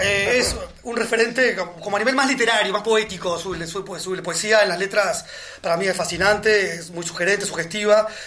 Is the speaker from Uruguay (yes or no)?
yes; Uruguay; moved away; Soy de uruguayo.